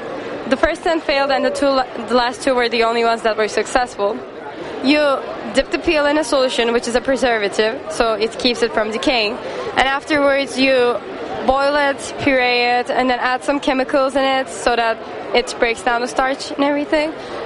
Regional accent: Istanbul, Turkey; I'm from Istanbul, Turkey.

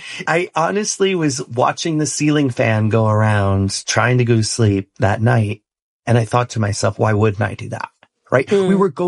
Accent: Rockford, Illinois, United States; I grew up in Rockford, Illinois, and I grew up afraid of storms.

